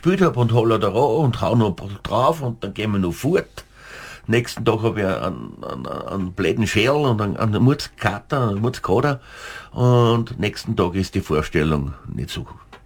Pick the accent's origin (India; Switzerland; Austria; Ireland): Austria; St. Pölten, Lower Austria; also ich liebe mein Heimatort, St. Pölten